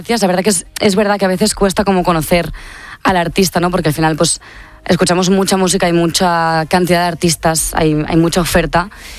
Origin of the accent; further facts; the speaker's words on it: Tiana, Catalonia, Spain; Yo soy de Barcelona, bueno, de Tiana, en realidad, de un pueblo de alrededores, del Maresme.